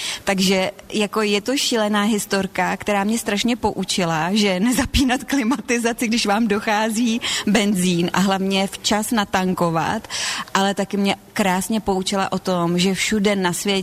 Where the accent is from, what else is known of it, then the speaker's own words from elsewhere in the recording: Bohemia, Czechia; A já, jak jsem zvyklá z Čech, že pumpy jsou na každém rohu s prominutím.